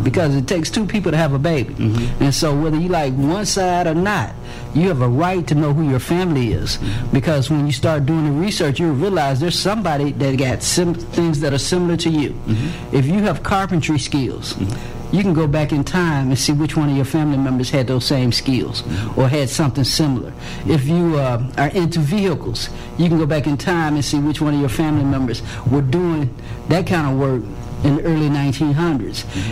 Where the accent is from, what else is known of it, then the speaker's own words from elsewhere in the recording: Little Rock, Arkansas, United States; growing up in the South End